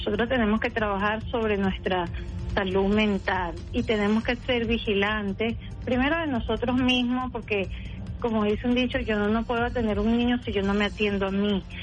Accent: Venezuela; como pueblo venezolano, que además que hemos crecido mucho en la fe de Dios

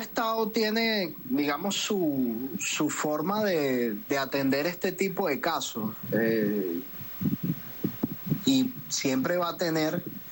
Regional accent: Venezuela

